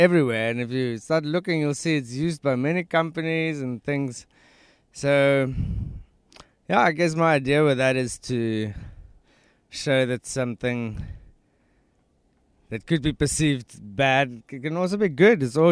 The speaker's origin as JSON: {"language": "English", "town": "Johannesburg", "region": "Gauteng", "country": "South Africa", "said": "we're from Joburg"}